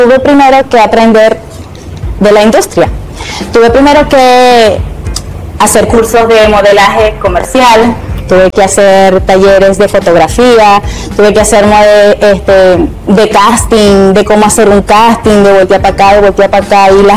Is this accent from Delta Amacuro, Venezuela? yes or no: yes; Delta Amacuro, Venezuela; Nosotros, los grupos nativos, los que tenemos o que venimos del Bajo Delta, los que estamos por allá escondidos